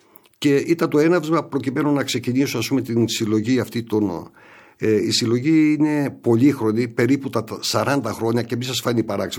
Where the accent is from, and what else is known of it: Vari, Grevena, Western Macedonia, Greece; born or raised there